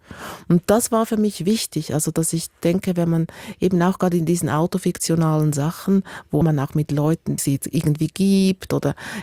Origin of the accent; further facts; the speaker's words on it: Switzerland; accent: Swiss; Ich bin Schweizerin, wie man hört